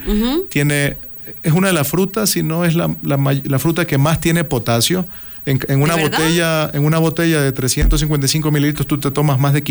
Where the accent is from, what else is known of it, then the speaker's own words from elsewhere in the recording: Ecuador; somos ecuatorianos.